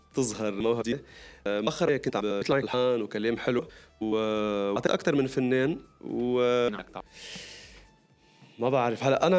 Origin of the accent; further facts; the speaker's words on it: Saudi Arabia; فأنا سعودية.